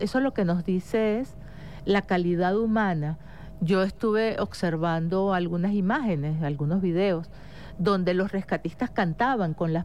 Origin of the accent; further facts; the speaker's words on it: Caracas, Capital District, Venezuela; nuestra identidad como caraqueños